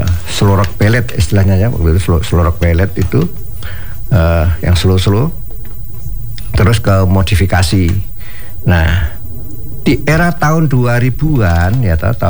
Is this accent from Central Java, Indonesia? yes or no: yes; Surakarta, Central Java, Indonesia; now in Jakarta, Indonesia